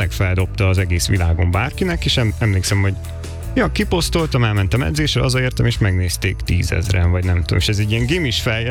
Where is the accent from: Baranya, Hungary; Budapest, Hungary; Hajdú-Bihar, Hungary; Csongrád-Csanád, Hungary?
Hajdú-Bihar, Hungary; Debrecen; az 5 emberből 4-en debreceniek vagyunk.